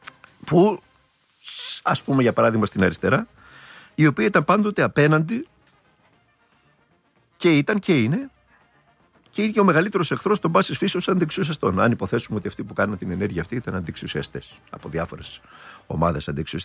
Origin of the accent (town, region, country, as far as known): Thessaloniki, Central Macedonia, Greece